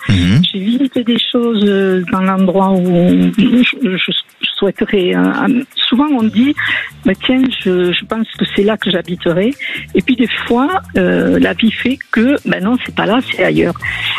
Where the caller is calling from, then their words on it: Toulouse, Occitanie, France; je suis à la retraite depuis 2023. Bon, je vis à Toulouse depuis quelques années